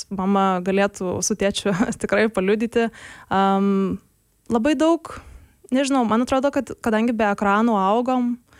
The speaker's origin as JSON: {"language": "Lithuanian", "region": "Alytus County", "country": "Lithuania", "tie": "born or raised there", "said": "Tai aš esu kilusi iš Alytaus rajono, netoli Žuvinto biosferos rezervato mes gyvenam. Mano vienkėmis vadinasi Zailiai, labai keistas pavadinimas, dabar man atrodo oficialiai gal kokie tik 3 ar 4 gyventojai likę."}